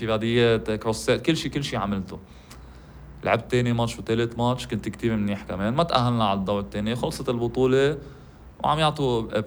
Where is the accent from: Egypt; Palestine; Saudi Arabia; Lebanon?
Lebanon; نحن لحالنا لبنانيه بيض